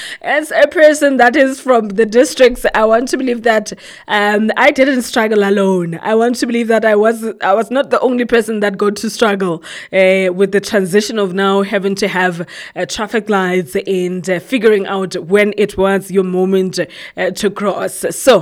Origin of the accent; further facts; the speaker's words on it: Quthing, Lesotho; moved away as an adult; now in Maseru, Lesotho; I grew up in Kuting. I spent my whole life in Kuting, and now all of a sudden it's a change of scenario.